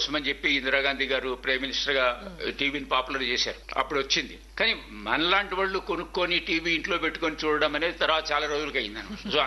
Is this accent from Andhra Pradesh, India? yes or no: yes; Kadapa, Andhra Pradesh, India; నేను ఇంకా స్కూల్లో ఉండగానే మొట్టమొదటిసారి కడపలో కూడా మా నేటివ్ ప్లేస్ లో రిలే స్టేషన్ పెట్టారు